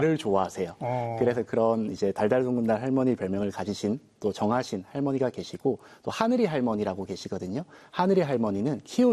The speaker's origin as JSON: {"language": "Korean", "town": "Sangju", "region": "North Gyeongsang", "country": "South Korea", "tie": "born or raised there", "said": "제가 나고 자란 고향입니다"}